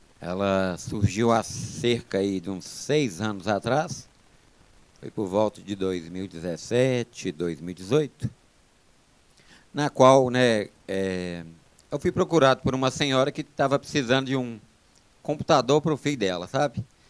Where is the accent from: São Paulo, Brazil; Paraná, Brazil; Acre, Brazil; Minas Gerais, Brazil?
Minas Gerais, Brazil; Itamarandiba; a gente veio para cá e eu tinha 3 anos. Então, assim, hoje me considero que eu sou de Itamarandiba, né, porque já tem mais de 40 anos que eu moro aqui.